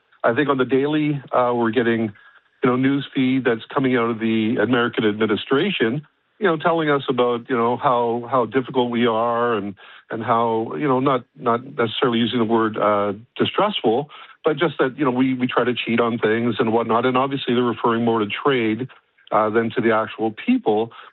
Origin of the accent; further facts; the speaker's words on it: Canada; there's an accent that's detected sometimes. I would say it's the reverse, that we kind of pick up on an accent before they do. But, often it's not long before they've, you know, kind of picked us out as being Canadian.